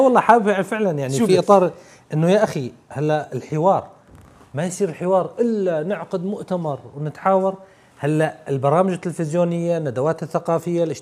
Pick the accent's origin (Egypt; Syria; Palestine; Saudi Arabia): Syria; إحنا كشعب سوري